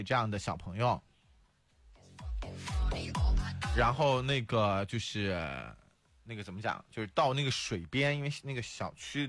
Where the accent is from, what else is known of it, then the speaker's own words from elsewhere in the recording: China; 我们蹦蹦人讲蜻蜓